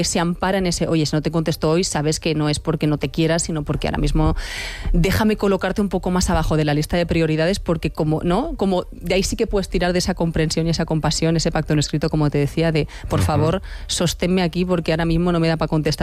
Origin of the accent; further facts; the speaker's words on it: Barcelona, Catalonia, Spain; soy de Barcelona, ya lo sabes